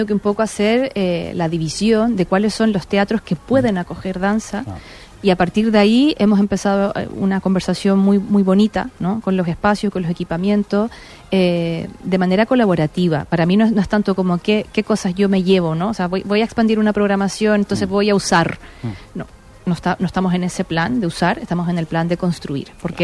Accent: Chile; moved away as an adult

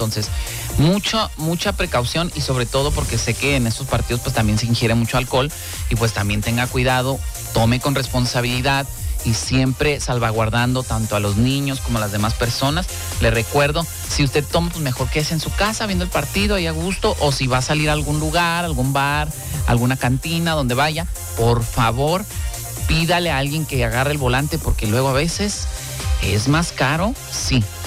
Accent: Mexico

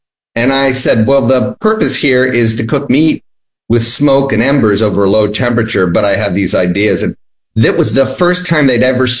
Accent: Ohio, United States; moved away; I grew up in Ohio, middle of Ohio

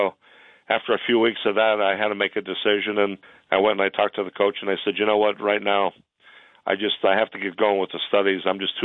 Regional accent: Wilkes-Barre, Pennsylvania, United States; moved away as an adult; I spent the first 25 years of my life in Wilkes-Barre. I grew up on the Heights. I went to Marymount grade school and high school.

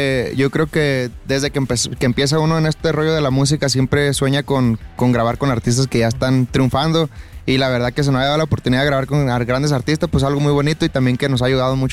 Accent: Sinaloa, Mexico; also born or lived in Chihuahua; Sí, soy criado en Sinaloa. Ajá. Parte de mi vida en Chihuahua, pero más también nací en Sinaloa y también me viví allá, pues... Y la mitad de mi vida fue creada acá en Sinaloa y en Chihuahua.

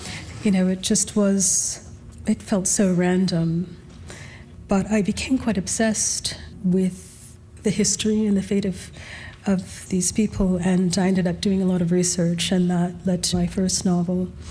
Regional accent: Alberta, Canada; born and raised in Alberta.

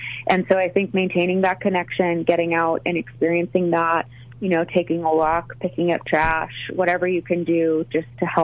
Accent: El Paso, Texas, United States; born or raised there; also born or lived in Southern New Mexico

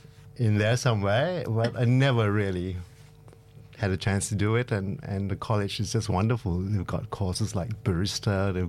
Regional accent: Malaysia; now in Sydney, Australia; Yes, I am the Malaysian man from Sydney, and I spend quite a bit of time in Byron.

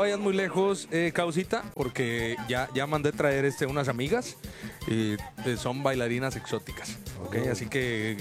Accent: Morelia, Michoacán, Mexico; moved away; yo soy de Morelia, Michoacán.

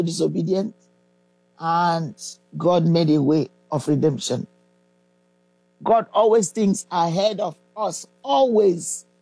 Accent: Nigeria; moved away; I was raised in the Anglican Church in Africa, in Nigeria.

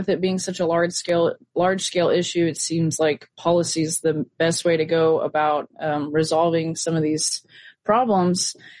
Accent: Indiana, United States; So I'm originally from Indiana

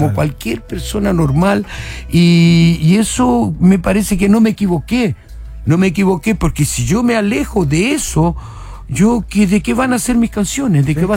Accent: Chile; moved away as an adult; now in Santiago, Chile; Y yo en Chile tenía un lugar y sigo teniendo un lugar que amo, precioso, escondido, cuidadito, que hay que cuidar mucho, que es nuestro país.

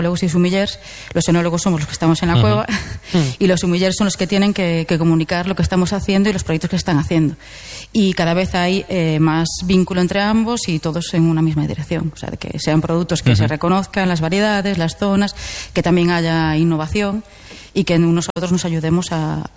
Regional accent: Vilagarcía de Arousa, Galicia, Spain; Tenemos el referente de donde yo soy, de Villa García de Orousa

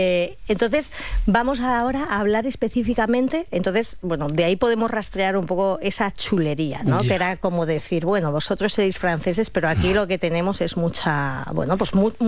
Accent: Madrid, Community of Madrid, Spain; Porque yo, chulita, yo no soy, y todos los madrileños no somos chulitos

